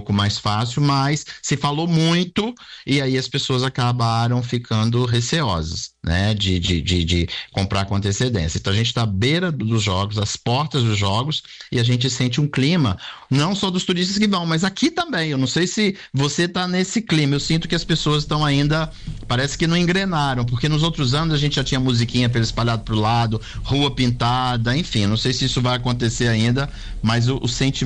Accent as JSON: {"language": "Portuguese", "country": "Brazil", "said": "Porque como brasileiro a gente confia, né?"}